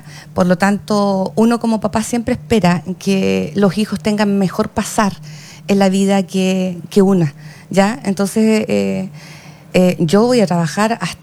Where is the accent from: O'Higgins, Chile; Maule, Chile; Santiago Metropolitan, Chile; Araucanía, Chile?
Araucanía, Chile; also born or lived in Punta Arenas; nos quisimos regresar a nuestra tierra, porque yo soy de la Araucanía